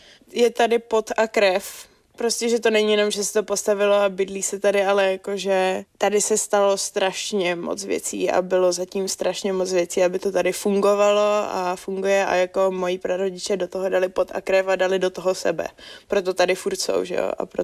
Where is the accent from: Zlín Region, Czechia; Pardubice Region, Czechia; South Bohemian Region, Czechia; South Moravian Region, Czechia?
Zlín Region, Czechia; Slušovice; tak ho nevezmu do Slušovic, ale vezmu ho na chatu.